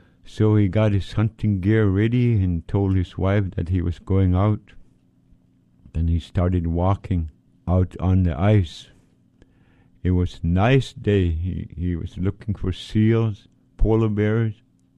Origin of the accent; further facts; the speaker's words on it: Point Hope, Alaska, United States; I'm an Inupiaq from Tikiaq, Point Hope, Alaska.